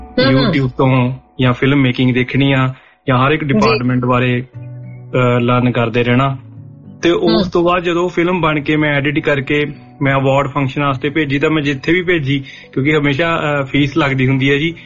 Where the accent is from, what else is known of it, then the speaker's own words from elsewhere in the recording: Poola, Punjab, India; also born or lived in Cairns; now in Melbourne, Australia; ਮੈਂ ਐਕਚੁਲੀ ਪੰਜਾਬ ਤੋਂ ਬਠਿੰਡਾ ਜ਼ਿਲ੍ਹੇ ਤੋਂ ਹਾਂ ਜੀ। ਮੇਰਾ ਪਿੰਡ ਪੂਲਾ ਬਠਿੰਡੇ ਦੇ ਬਿਲਕੁਲ ਨਜ਼ਦੀਕ